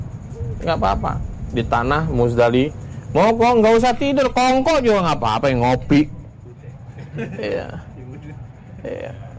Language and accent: Indonesian; Indonesia; Aku wong Jawa ini.